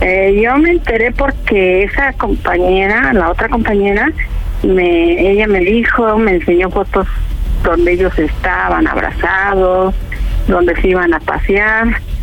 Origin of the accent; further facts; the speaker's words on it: Mexico City, Mexico; Tengo 59 y soy del distrito, de aquí del México.